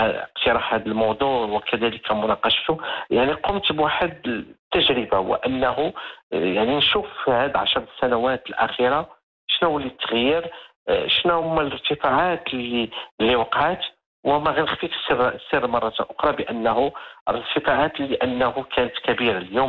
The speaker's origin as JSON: {"language": "Arabic", "country": "Morocco", "accent": "Moroccan Darija", "said": "سوف أعتمد على دارجتنا المغربية"}